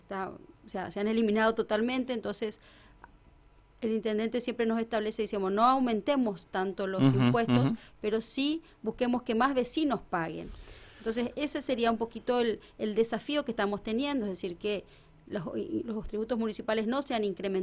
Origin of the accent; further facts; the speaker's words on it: Formosa, Argentina; Yo, que desde chiquita que vivo en Formosa